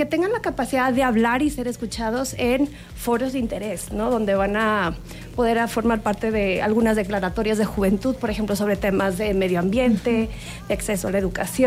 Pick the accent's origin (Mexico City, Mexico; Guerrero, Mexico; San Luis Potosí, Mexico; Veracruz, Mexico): San Luis Potosí, Mexico; O en mi tierra, yo soy de San Luis.